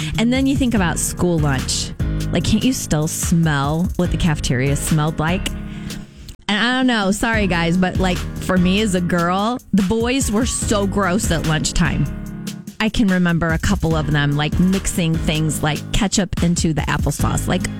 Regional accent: Metamora, Illinois, United States; moved away; Growing up in Metamora, that was a really big deal on Friday nights. I lived on the same street as the high school

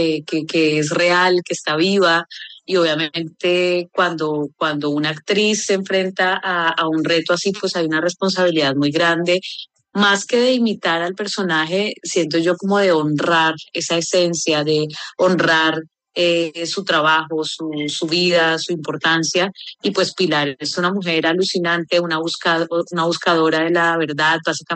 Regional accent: Colombia

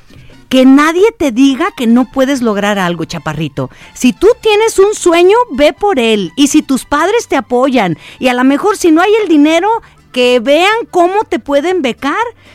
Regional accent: La Barca, Jalisco, Mexico; now in Zapopan, Mexico; Te escuchamos en Zapopan, Jalisco. Yo soy de La Barca, Jalisco.

